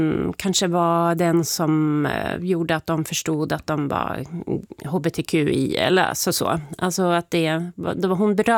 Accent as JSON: {"language": "Swedish", "town": "Sundsvall", "region": "Västernorrland County", "country": "Sweden", "tie": "born or raised there", "said": "Ja, men jag älskar ju min stad. Alltså, Sundsvall är ju alltid."}